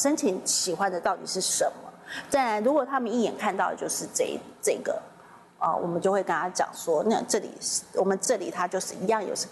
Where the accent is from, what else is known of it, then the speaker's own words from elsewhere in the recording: Taiwan; 我们台湾人